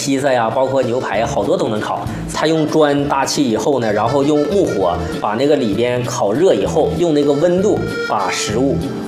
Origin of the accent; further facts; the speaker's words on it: China; 是我们中国人特有的文化，因为我们中国是有象形文化的。